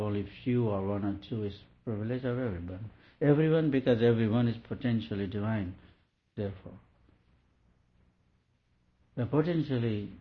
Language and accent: English; India